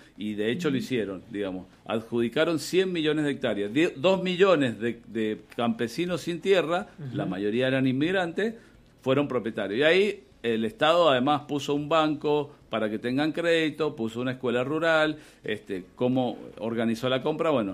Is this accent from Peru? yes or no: no; Argentina; la prioridad somos los argentinos